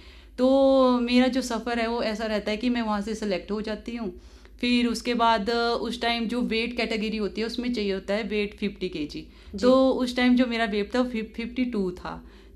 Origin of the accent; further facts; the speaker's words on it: Bilaspur, Himachal Pradesh, India; moved away as an adult; now in Solan district, India; मैं बिलासपुर की रहने वाली हूँ और मेरे गांव का नाम है कुमझवाड़।